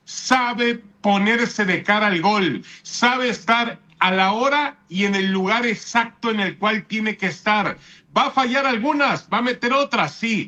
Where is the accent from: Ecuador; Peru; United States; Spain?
United States; Newport Beach, California; Yo soy nativo de ahí. Newport Beach.